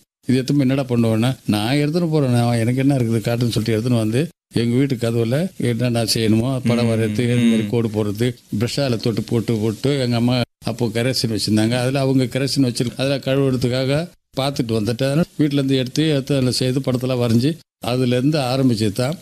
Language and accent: Tamil; Puducherry, India; also born or lived in Velliyanur; வாழ்க்கை தொடங்கும் போது அரங்கனூர் என்ற ஒரு கிராமத்துல புதுச்சேரியை சேர்ந்தது, பக்கத்துல தான். அந்த அரங்கனூர் கிராமத்துல இருக்கும் போது விளையாட்டு பிள்ளையாக இருந்து கொண்டிருக்கிறேன்.